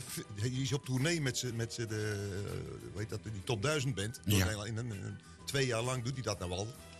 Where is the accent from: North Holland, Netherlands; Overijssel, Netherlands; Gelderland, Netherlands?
North Holland, Netherlands; Volendam; Dat we daar als Volendammers nog wel weer enorm trots op mogen.